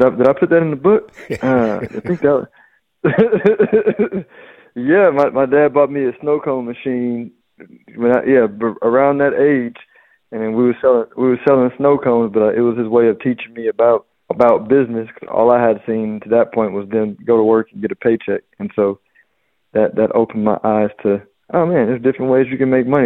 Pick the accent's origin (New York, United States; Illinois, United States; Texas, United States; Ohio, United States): Texas, United States; Houston; I mean, growing up in Houston was great. It was tough to understand the relativity of living anywhere else because it was all I knew.